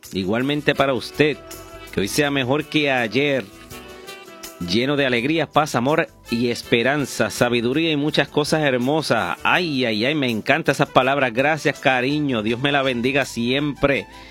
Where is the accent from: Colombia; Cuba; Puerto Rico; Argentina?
Puerto Rico; Aguada; en mi pueblo también de Aguada